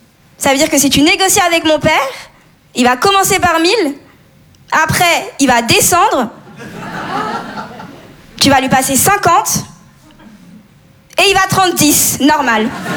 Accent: Comoros; also born or lived in Mayotte / Madagascar; Je suis comorienne, maoraise malgache. C'est des îles dans l'océan Indien. Ce qui explique mon teint aussi.

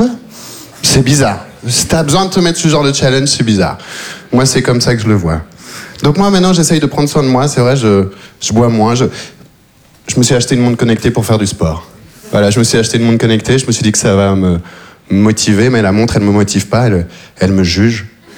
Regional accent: Belgium; voilà, c'est vrai que je viens de Belgique, je suis arrivé en Belgique quand j'avais 3 ans, j'ai vécu toute ma vie là-bas

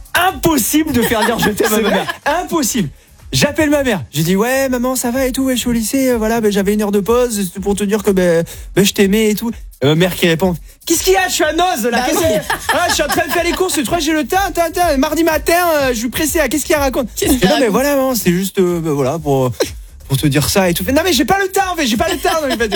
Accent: Mont-de-Marsan, Nouvelle-Aquitaine, France; Je venais de Mont-Marsan, donc tout le monde se connaît un petit peu.

